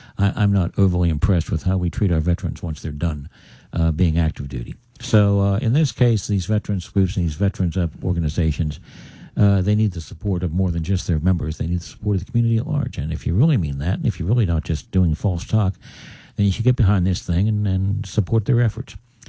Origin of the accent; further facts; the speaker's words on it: Uniontown, Pennsylvania, United States; I grew up in Uniontown.